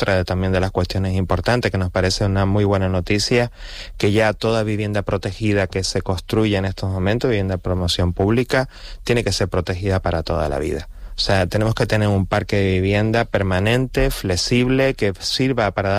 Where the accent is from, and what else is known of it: Canary Islands, Spain